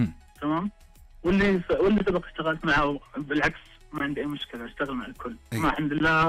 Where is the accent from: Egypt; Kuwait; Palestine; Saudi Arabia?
Saudi Arabia; احنا يعني كسعودي